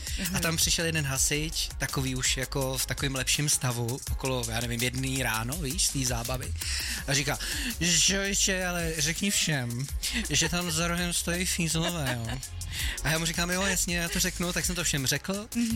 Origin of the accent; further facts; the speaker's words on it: Vysočina Region, Czechia; Ano, já jsem si myslel, že pouť je jenom u nás na Pacovsku.